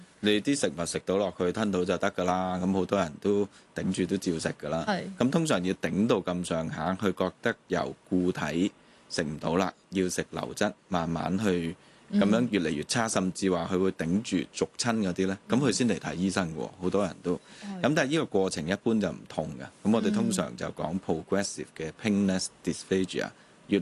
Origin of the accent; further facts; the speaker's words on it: China; 但我哋中國人其實好多時候你飲落去都冇65度啦